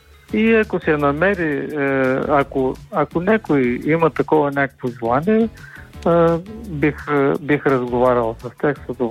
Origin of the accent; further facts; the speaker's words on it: Yambol, Yambol Province, Bulgaria; Диана Експрес, да, това беше единственият експрес, който пътуваше от София до Ямбол, Ямбол от София, а моя роден град е Ямбол.